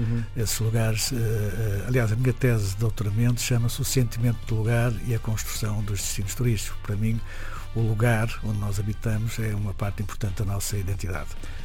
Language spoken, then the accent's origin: Portuguese; Petrópolis, Rio de Janeiro, Brazil; Nasci perto do Rio de Janeiro, sou um carioca de Petrópolis.